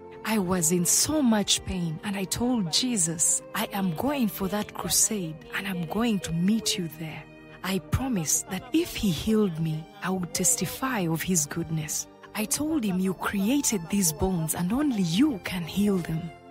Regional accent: Lukaya, Central Region, Uganda; I come from Lukaya.

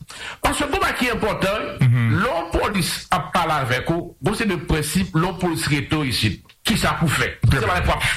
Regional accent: Haiti; Je ne suis pas diaspora, je suis haïtien.

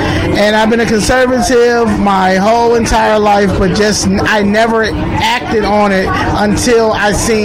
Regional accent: New York, United States; now in Chicago, United States; This is my mother's hometown. I'm from New York.

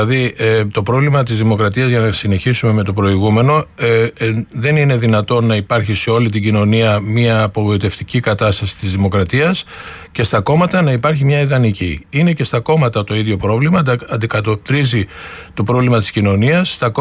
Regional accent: Greece; moved away; σαν Έλληνας του εξωτερικού

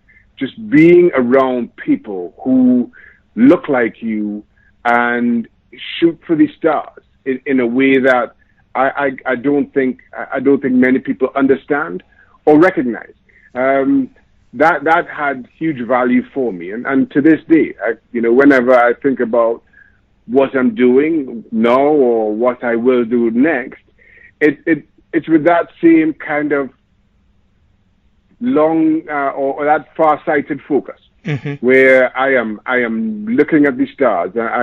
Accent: Trinidad & Tobago; moved away as an adult; now in United States; We're an ethnic majority growing up in Trinidad and Tobago, as I did

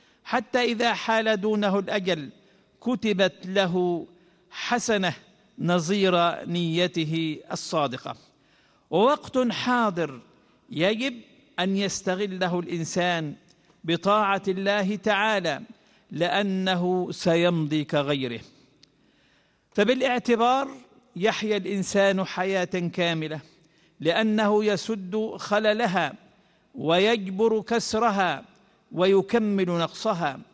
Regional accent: Egypt; بلدنا الحبيبة مصر

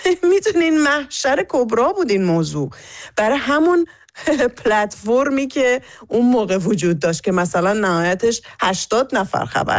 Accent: Iran; moved away; داره 2 سال میشه که از شهریور دیگه میشه 2 سال که من از ایران اومدم بیرون و از اون فضا دور شدم.

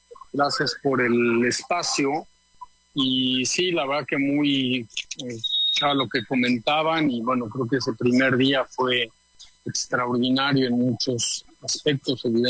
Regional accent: Mexico; yo creo que nosotros como mexicanos, y no nada más aquí, sino a lo largo de los mundiales

